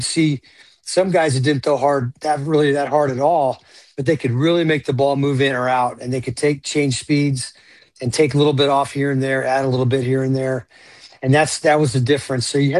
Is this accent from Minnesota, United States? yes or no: no; Clearwater, Florida, United States; I grew up in Clearwater, so I got to see them play a lot.